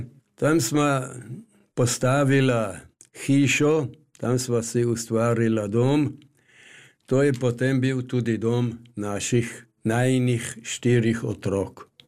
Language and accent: Slovenian; Carinthia, Austria; In kot koroški Slovenec moram reči